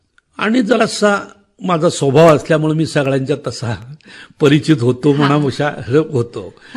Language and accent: Marathi; Ajara, Maharashtra, India; also born or lived in Kolhapur; माझी आई कोल्हापूरची, त्यामुळे माझा जन्म कोल्हापुरात झाला, पण मी माझा लहानाचा मोठा झालो माझ्या आजऱ्या गावात.